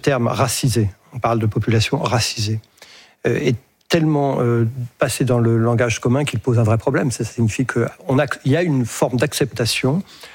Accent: France; On est français.

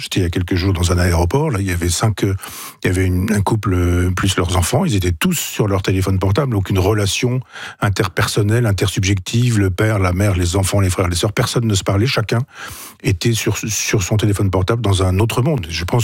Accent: Chambois, Normandy, France; il y a une cellule à Chambois, qui était mon village natal.

